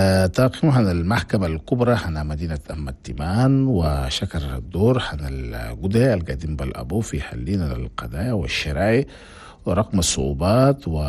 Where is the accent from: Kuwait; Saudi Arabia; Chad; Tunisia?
Chad; أنا بلدنا تشاد دي نشرة الأخبار للمشية.